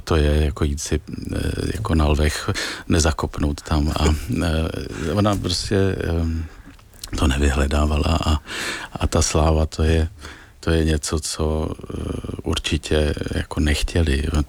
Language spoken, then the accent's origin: Czech; Prague, Czechia; Já jsem vyrůstal na Smíchově